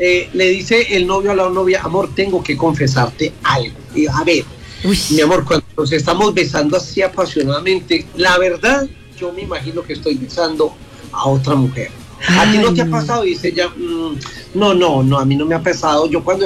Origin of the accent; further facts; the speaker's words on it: Entrerríos, Antioquia, Colombia; Caramanchuma, ¿Entre Ríos? Que es mi pueblo.